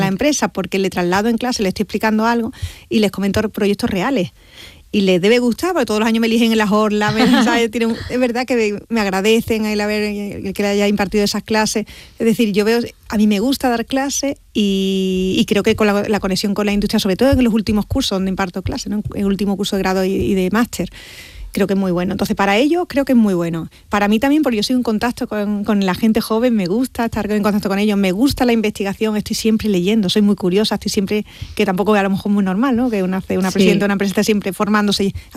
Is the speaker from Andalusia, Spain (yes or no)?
yes; Andalusia, Spain; Hay que estar aquí. Entonces, tengo que sembrar aquí. Yo en eso soy muy andaluza y quiero generar desde aquí